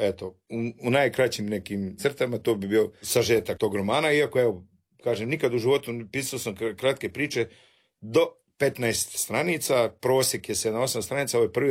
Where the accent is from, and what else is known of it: Tomislavgrad, Federation of Bosnia and Herzegovina, Bosnia & Herzegovina; moved away